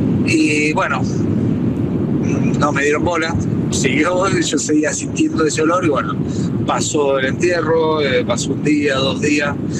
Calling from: Funes, Santa Fe, Argentina; Mira, estoy volviendo de Ezeiza, dejé a mi familia y volviendo para Funes, Santa Fe.

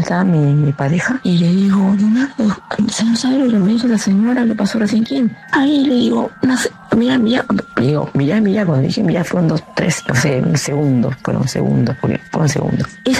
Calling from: Cipolletti, Río Negro, Argentina; de Cipolletti.

